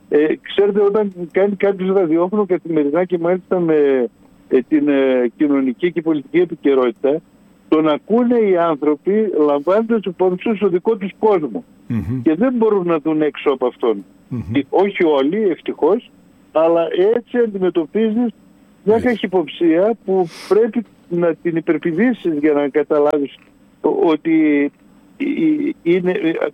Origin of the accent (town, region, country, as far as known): Serres, Central Macedonia, Greece